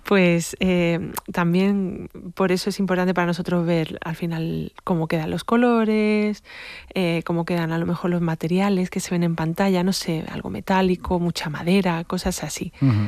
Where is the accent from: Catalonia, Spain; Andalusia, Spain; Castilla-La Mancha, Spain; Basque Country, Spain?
Andalusia, Spain; Málaga; Pues soy malagueña y he veraneado en Málaga, pero bueno, también en el pueblo, en Campillos, que era mi pueblo paterno